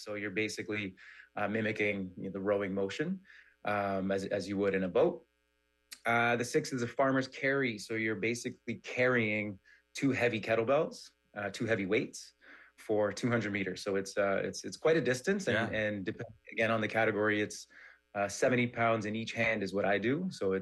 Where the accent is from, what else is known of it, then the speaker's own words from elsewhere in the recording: Ottawa, Ontario, Canada; It was fun. I mean, it's great to have HYROX come to my hometown here in Ottawa.